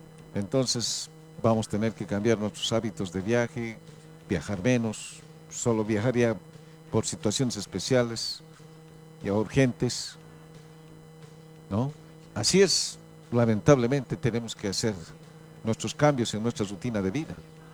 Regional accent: Bolivia; Yo estoy como ciudadano boliviano

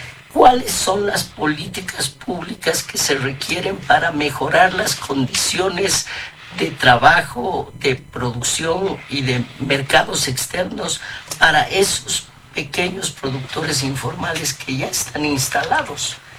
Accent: Colombia; Bueno, sí, no me gusta mucho la cumbia, soy la colombiana.

